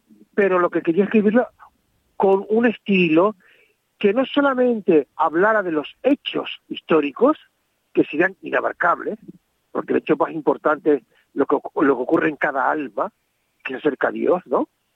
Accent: Santa Cruz de Tenerife, Canary Islands, Spain; Yo soy de aquí de Santa Cruz, de Tenerife, y estudiaba primero de BUP, tenía 14 años

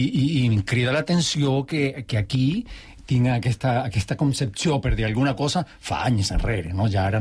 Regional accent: Venezuela; now in Catalonia, Spain; jo soc veneçolà i a Venezuela sempre el pagès és reconegut sempre

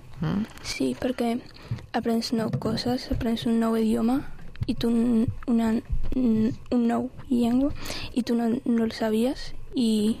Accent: Algeria; Catalan is a second language; also born or lived in Barcelona / Sabadell; now in Mollet del Vallès, Spain; Soc d'Argèlia.

